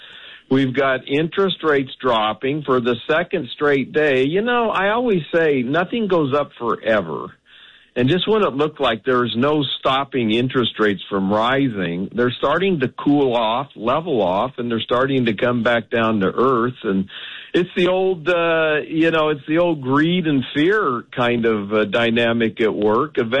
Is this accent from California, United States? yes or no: yes; San Diego, California, United States; a big aircraft carrier just left San Diego, California, my hometown